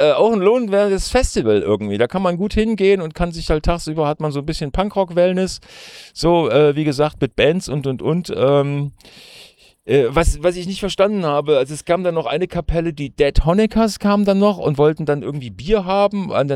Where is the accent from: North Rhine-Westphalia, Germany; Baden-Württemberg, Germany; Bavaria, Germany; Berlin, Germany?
North Rhine-Westphalia, Germany; Aber ich komme halt aus dem Ruhrpott, so.